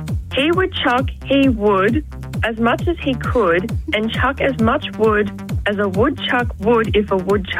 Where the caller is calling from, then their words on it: Eden, New South Wales, Australia; You know, we're from Eden at the moment. We're just visiting Bermagui